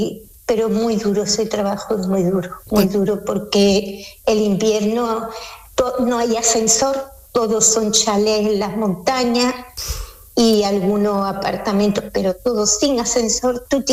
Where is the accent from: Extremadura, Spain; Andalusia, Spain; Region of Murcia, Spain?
Andalusia, Spain; Seville; moved away as an adult; now in Switzerland; Ah, pues yo soy de Sevilla, de la calle Federico Sánchez Bedoya